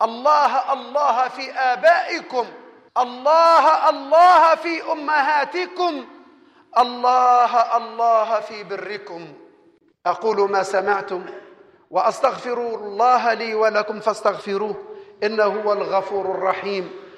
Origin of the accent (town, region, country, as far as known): Tunisia